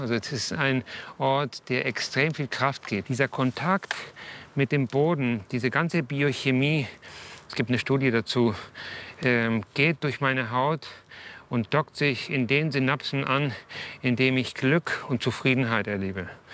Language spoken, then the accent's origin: German; Canary Islands, Spain; now in Hamburg, Germany; Ich bin auf den Kanarischen Inseln groß geworden